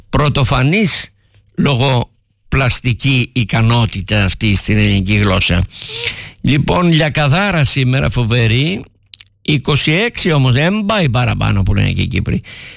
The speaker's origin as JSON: {"language": "Greek", "town": "Patras", "region": "Western Greece", "country": "Greece"}